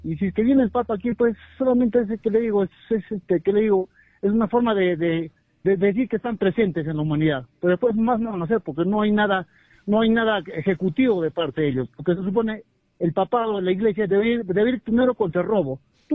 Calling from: Peru

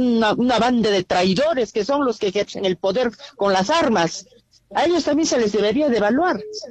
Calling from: Juliaca, Puno, Peru; Hablo de Juliaca.

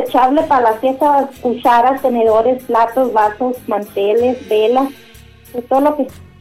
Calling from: Camargo, Chihuahua, Mexico; Yo de acá de Jardines del Desierto.

